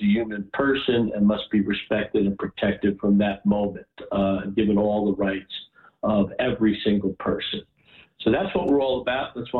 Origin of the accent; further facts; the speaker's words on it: Bergenfield, New Jersey, United States; Well, I grew up in Bergenfield.